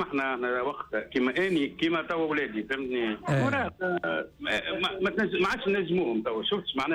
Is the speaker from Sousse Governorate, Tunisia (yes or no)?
yes; Sousse, Sousse Governorate, Tunisia; يعني تربيت صغير في حومه شعبيه، انا بحسين معناه حومه شعبيه،